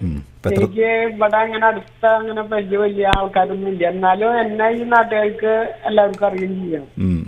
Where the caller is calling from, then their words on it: Tirur, Kerala, India; തിരൂരിൽ നിന്നാണ്.